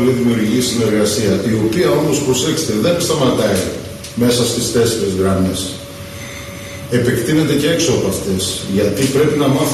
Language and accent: Greek; Agrinio, Western Greece, Greece